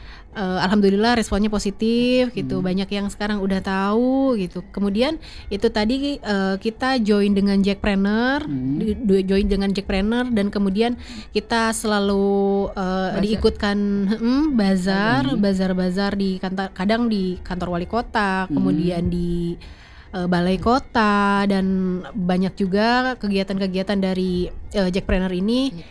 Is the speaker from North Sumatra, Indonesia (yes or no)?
no; Rorotan, Jakarta, Indonesia; Aku asli dari Rorotan.